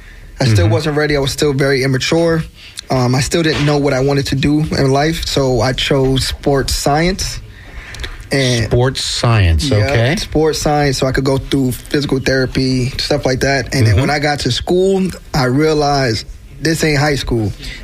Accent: United States; You know, and then I was the only one in my household who was born and raised in America. So all my siblings were born and raised in Jamaica.

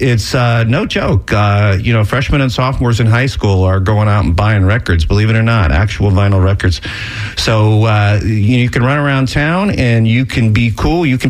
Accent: Akron, Ohio, United States; Steve is from Cleveland. I'm from Akron, so he's a homie, he's a homeboy.

